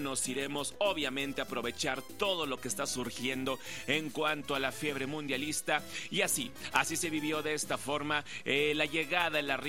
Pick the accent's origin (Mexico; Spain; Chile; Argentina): Mexico; somos mexicanos